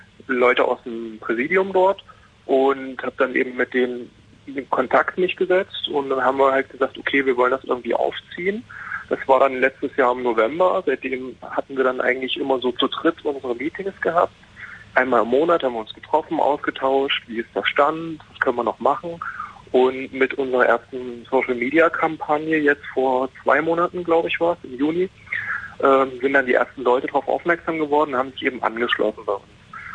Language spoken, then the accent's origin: German; Bitterfeld-Wolfen, Saxony-Anhalt, Germany